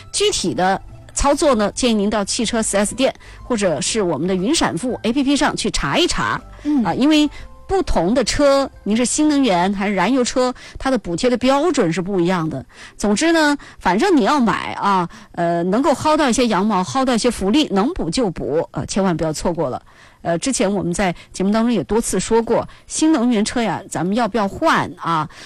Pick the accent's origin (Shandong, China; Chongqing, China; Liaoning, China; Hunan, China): Chongqing, China; 咱们重庆人呢是非常的宠外地人的，热情好客